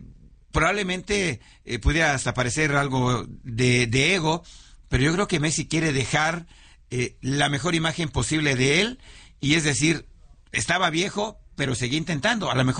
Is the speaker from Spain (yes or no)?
no; Mexico; como muchos mexicanos más o menos de mis tiempos